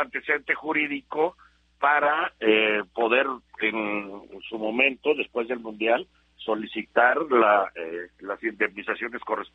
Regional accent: Mexico; Y nuestra dignidad como mexicanos, que es lo que no podemos permitir.

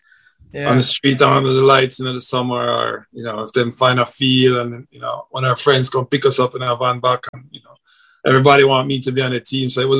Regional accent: Kingston, Jamaica; now in United States; Yeah, I grew up in Kingston, Jamaica, with, you know, a big family. I'm a family-oriented person. So I grew up in Jamaica. I lived in Kingston, as I said. Went to St. Peter and Paul Prep School.

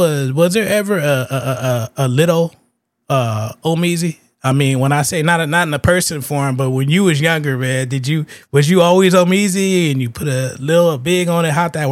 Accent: San Francisco, California, United States; I was born and raised in Fillmore. I was in Mount Zion Hospital. You know what I mean? I lived in Fillmore for 28 years.

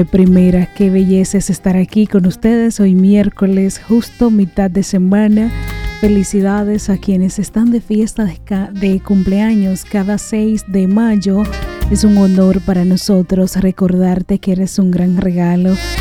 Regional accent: Dominican Republic; un instrumento también que nos define, nos identifica como dominicanos que somos.

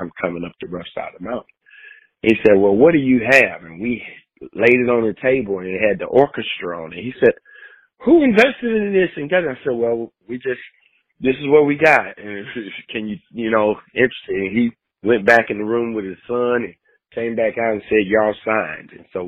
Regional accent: Sontag, Mississippi, United States; moved away; I would come back to my hometown of Suntag, Mississippi

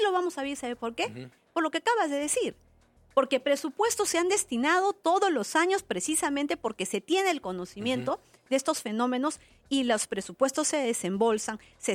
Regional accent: Peru; el gran poder que tenemos los peruanos.

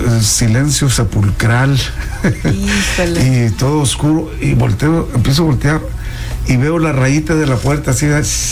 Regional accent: Montemorelos, Nuevo León, Mexico; born there; also born or lived in Linares, Nuevo León; Soy hijo adoptivo de Montemorelos, sí, pues a los 9 años ya nos cambiamos de Linares a Montemorelos, y hasta la fecha, pues ya soy del 60

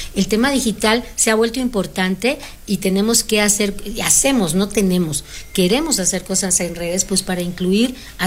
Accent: Campeche, Mexico

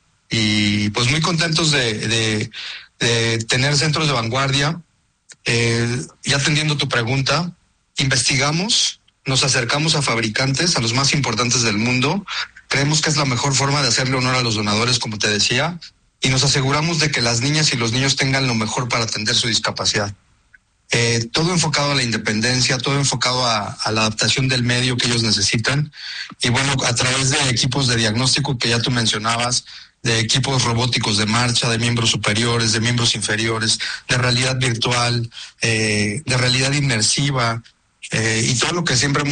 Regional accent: Mexico

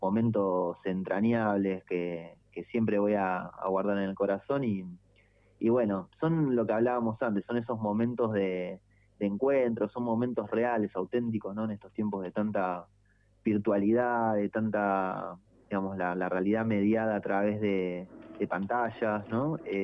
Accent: Villa Sarmiento, Buenos Aires Province, Argentina; also born or lived in Ciudadela; Yo soy de Villa Sarmiento, esos partidos de Morón

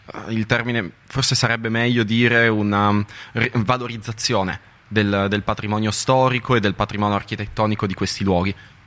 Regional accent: Milan, Lombardy, Italy; also born or lived in Bologna; Io vengo da Milano, ho vissuto per anni a Bologna.

